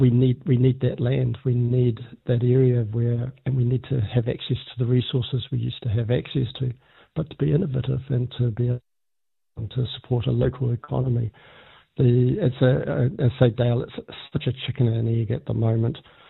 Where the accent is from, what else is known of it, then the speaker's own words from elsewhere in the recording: Maketu, Bay of Plenty, New Zealand; So I'm from Makutu. We used to live up on the cliffs behind Makutu